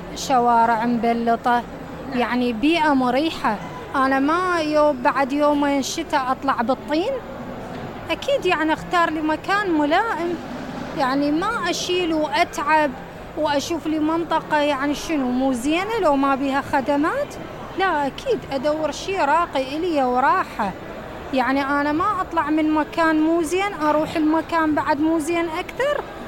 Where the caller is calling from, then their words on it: Iraq; احنا الوضع صار عندنا بالعراق